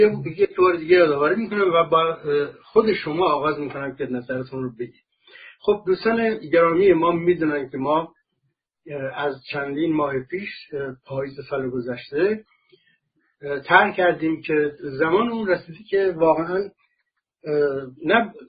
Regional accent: Iran; من مسلمان نیستم، من یک انسانم، من ایرانی هستم.

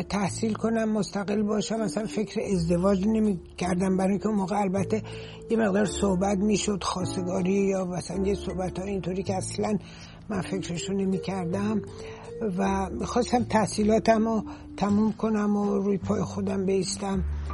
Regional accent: Iran; moved away; من که گفتم ما ایرانی هستیم

